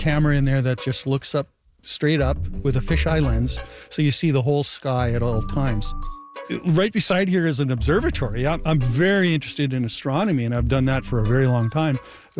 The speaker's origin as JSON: {"language": "English", "town": "Winnipeg", "region": "Manitoba", "country": "Canada", "lives_now": "Gimli, Canada", "said": "I'm from Winnipeg. My wife was originally from Toronto, and we've retired to Gimli."}